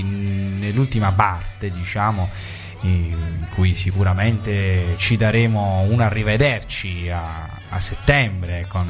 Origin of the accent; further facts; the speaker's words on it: Apulia, Italy; da noi in Puglia